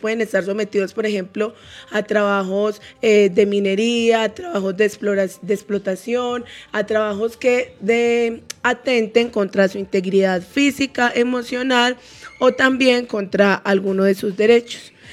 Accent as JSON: {"language": "Spanish", "country": "Colombia", "said": "como colombianos y colombianas"}